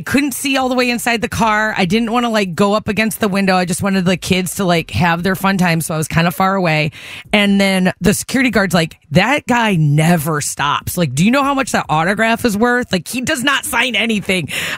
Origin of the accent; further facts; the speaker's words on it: Detroit, Michigan, United States; we grew up in Detroit, went to a Tigers game, okay?